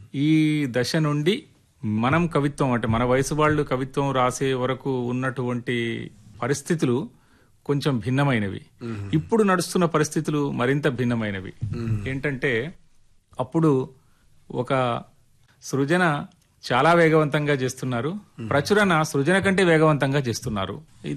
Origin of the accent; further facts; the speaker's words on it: Chityal, Telangana, India; నేను 3 సంవత్సరాల వయసున్నప్పుడు మా నాన్నగారు చనిపోవడం వల్ల నేను మా సొంత ఊరు కల్లోనికుంటలో ఉండడానికి అవకాశం లేక బతుకు తెరువు కోసం మా అమ్మ నన్ను తీసుకుని చిట్యాల గ్రామానికి వలస వచ్చారు.